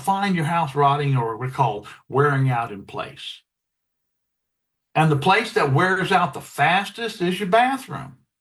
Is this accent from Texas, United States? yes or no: yes; Columbus, Texas, United States; born there; I know where LaGrange is. I was born in Columbus, Texas.